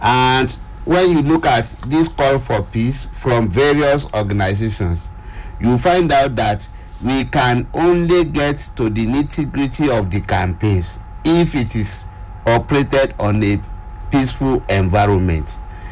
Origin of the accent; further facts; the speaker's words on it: Nigeria; I'm from Ofa, it's from Ijesha.